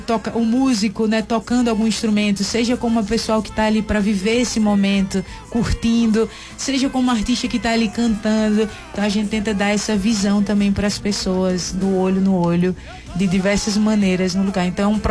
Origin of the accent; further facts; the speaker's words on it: Northeast Region, Brazil; Eu sou nordestina com muito orgulho, apaixonada pela música sertaneja.